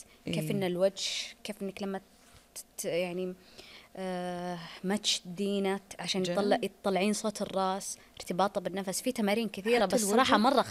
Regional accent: Saudi Arabia; هنا عندنا في السعودية.

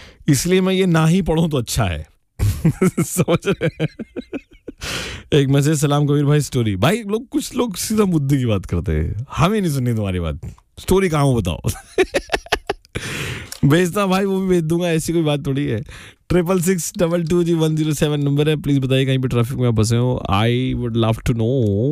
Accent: Delhi, India; now in Qatar; मैं भाई दिल्ली से हूँ

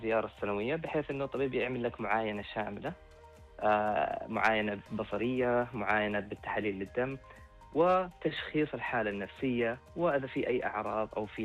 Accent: Saudi Arabia

